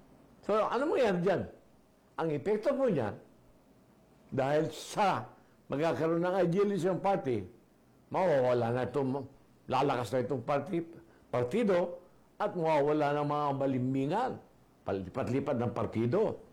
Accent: Zamboanga Peninsula, Philippines; ako taga Zamboanga del Sur.

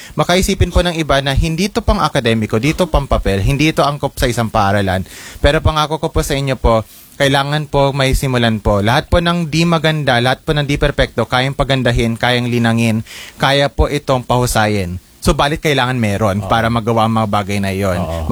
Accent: Pasig, Metro Manila, Philippines; Hindi po, tubong Pasig po ako. Lungsod na Pasig.

